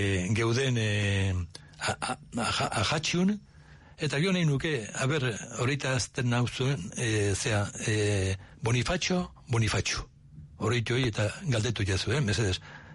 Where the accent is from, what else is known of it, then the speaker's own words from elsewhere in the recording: Basque Country, Spain; kontxo, nongotzea espainola eta ez, euskalduna naiz.